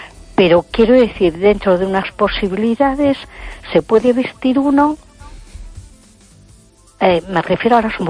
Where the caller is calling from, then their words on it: A Coruña, Galicia, Spain; de Coruña.